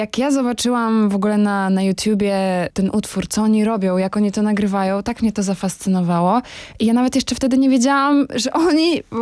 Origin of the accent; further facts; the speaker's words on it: Międzyleś, Lublin Voivodeship, Poland; Ja jestem z Lubelszczyzny, z takiej małej miejscowości Międzyleś, położonej nad Bugiem.